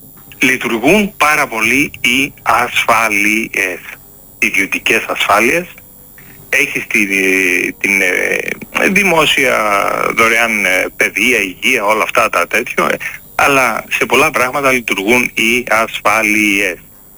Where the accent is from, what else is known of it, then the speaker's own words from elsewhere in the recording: Greece; εγώ τους Έλληνες και τέτοιο, και το λαό μου, δηλαδή την πατρίδα μου, άμα μου έλεγες πάρε κόσμο από δυο, φτιάξε μια καινούργια πόλη και διάλεξε Έλληνες ή άλλο λαό. Θα προτιμούσα Έλληνες.